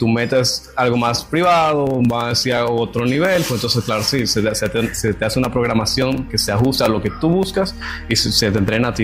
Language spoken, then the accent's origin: Spanish; Dominican Republic; now in United States; Dominicano.